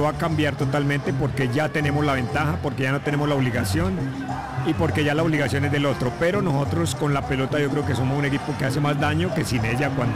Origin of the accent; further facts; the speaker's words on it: Colombia; Lógicamente, contando con que no juegue Lucho Díaz, esto lo digo como colombiano, que siento temor que nos vaya a faltar.